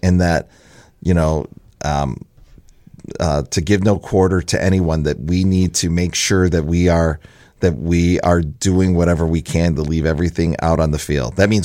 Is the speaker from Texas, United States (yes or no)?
no; Lockport, Illinois, United States; So I grew up in a very blue collar town. We were, as people ask me, well, where are you from? I'm from Lockport. It's a suburb of Joliet.